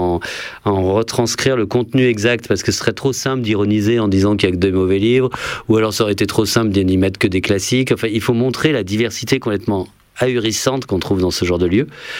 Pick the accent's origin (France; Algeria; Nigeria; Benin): France; J'ai été élevé dans la France pavillonnaire et périurbaine.